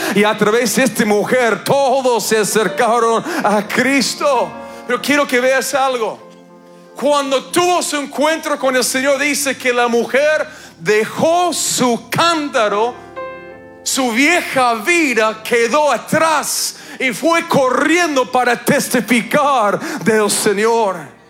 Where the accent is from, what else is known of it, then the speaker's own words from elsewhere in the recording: Canada; Yo vengo de Canadá, que hace un frío bárbaro.